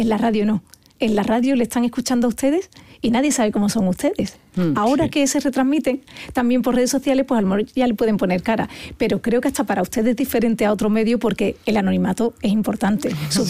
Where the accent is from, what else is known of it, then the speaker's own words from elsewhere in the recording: Andalusia, Spain; yo estoy loca por mi tierra, porque los andaluces han demostrado a lo largo de la historia que tienen una capacidad de sacrificio tremenda